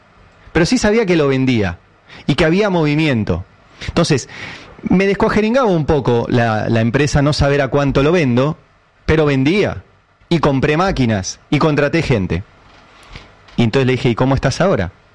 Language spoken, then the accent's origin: Spanish; Catalonia, Spain; now in Argentina; Para mí, ya que soy catalán y consultor político, hablemos de los super ricos y hablemos de que se puede generar riqueza en la Argentina